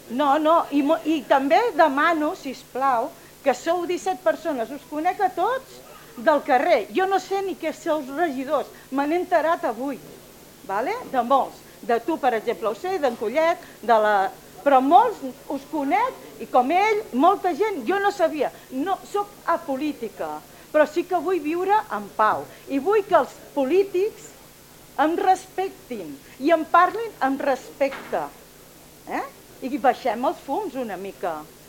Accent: Mataró, Catalonia, Spain; born there; moved away; Jo porto 30 anys visquent aquí. Jo no he nascut aquí, he nascut a Mataró.

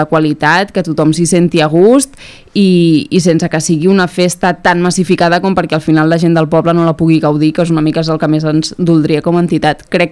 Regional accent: Argentona, Catalonia, Spain

